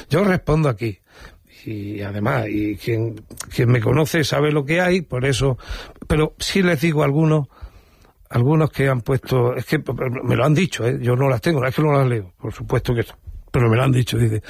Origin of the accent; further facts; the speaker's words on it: Linares, Andalusia, Spain; ahí está mi pueblo, ahí está Linares